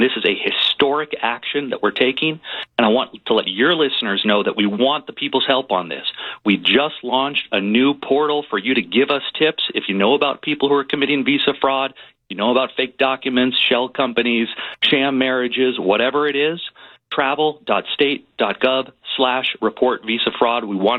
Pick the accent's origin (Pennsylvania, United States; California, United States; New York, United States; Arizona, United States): Arizona, United States; I'm from Arizona, and even that's pretty fraught